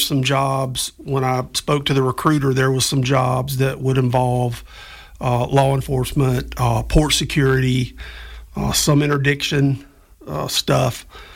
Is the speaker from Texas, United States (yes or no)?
no; Florida, United States; So I was born and raised in Escambia County, which is the county, Pensacola is the county seat, and I grew up in an area about 25 miles north of Pensacola.